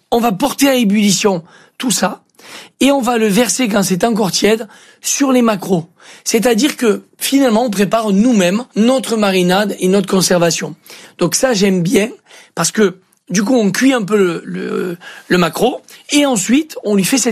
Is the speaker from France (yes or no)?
no; Switzerland; moi, vous savez, moi je suis suisse.